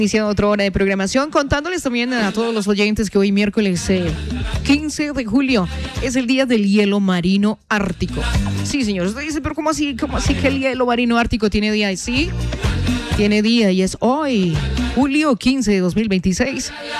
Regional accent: Colombia; Claro que nos importa, nosotros somos América Latina. Colombia es América Latina

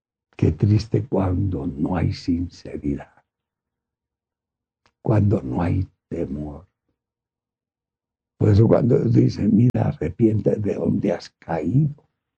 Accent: Colombia; se nos está incendiando el país.

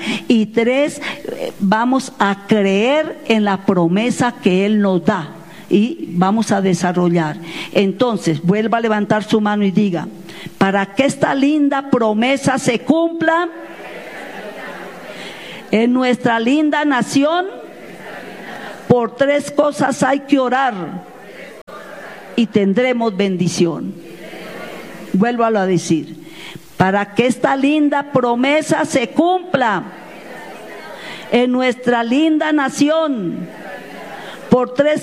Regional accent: Colombia

